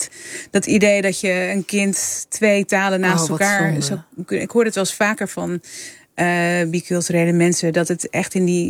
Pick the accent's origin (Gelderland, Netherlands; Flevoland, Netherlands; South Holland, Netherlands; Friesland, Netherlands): Friesland, Netherlands; Leeuwarden; moved away; also born or lived in Turkey; ik ben opgegroeid in Friesland. Eerst in een dorpje vlakbij Leeuwarden en daarna in Leeuwarden. Mijn moeder is Fries, dus ik ben wel opgegroeid met Fries om me heen. Ja. Ik heb het nooit echt gesproken in de zin van dat het mijn dagelijkse, dat het mijn taal was.